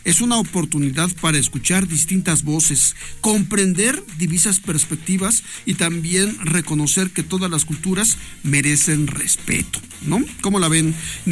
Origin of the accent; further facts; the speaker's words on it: Mexico; somos como mexicanos, en el ejemplo de los que vivimos en México